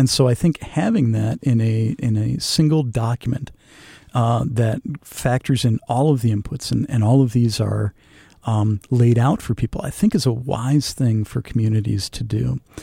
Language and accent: English; Michigan, United States; I grew up in the Downriver area